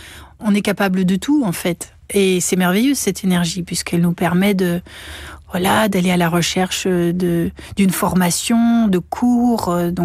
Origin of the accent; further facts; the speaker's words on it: Namur, Wallonia, Belgium; moved away; surtout quand on vient de Namur et qu'on arrive à Paris, qui est une ville qui peut être agressive et violente.